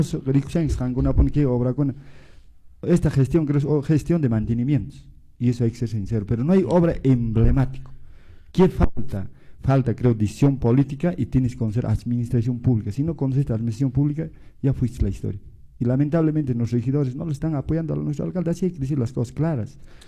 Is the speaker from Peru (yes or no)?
yes; Santo Tomás, Cusco, Peru; problemática de nuestra tierra, Santo Tomás